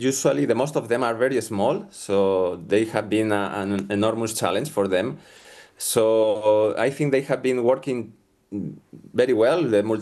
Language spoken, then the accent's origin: English; La Vall d'Uixó, Valencian Community, Spain; English is a second language; in my hometown, in La Vall d'Uixó